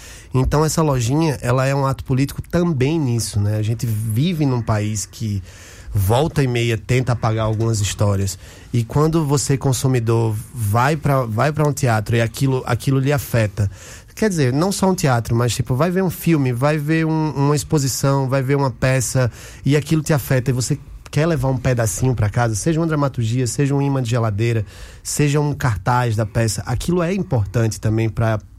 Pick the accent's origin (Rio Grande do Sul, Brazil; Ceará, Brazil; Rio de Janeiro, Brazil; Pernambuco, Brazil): Pernambuco, Brazil; Recife